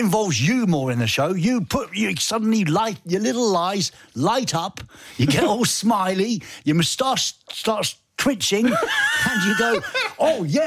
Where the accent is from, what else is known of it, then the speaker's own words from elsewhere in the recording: Güstrow, Mecklenburg-Vorpommern, Germany; Today, I'm not from Pankow, but I'm from Gustrau. Gustrau, with an umlaut, Lars.